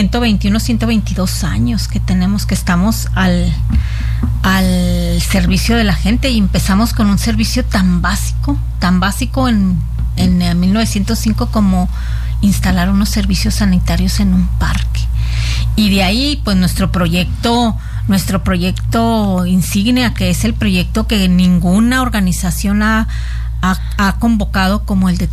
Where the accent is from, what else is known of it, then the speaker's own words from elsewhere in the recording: Ciudad Juárez, Chihuahua, Mexico; Yo soy de Juárez.